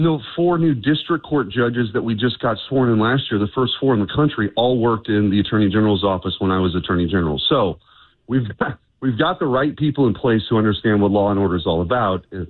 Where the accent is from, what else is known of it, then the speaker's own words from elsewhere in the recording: St. Louis, Missouri, United States; I'm from St. Louis, born and raised, and I live here.